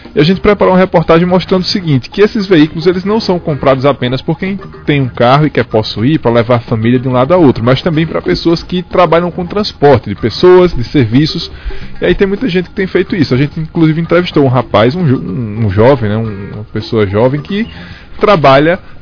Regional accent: Camocim de São Félix, Pernambuco, Brazil; em Camucim de São Félix, minha terra

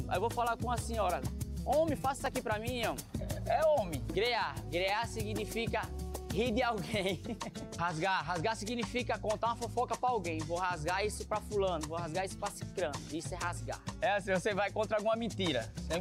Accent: Natal, Rio Grande do Norte, Brazil; accent: potiguar; Sou de Natal, Rio Grande do Norte.

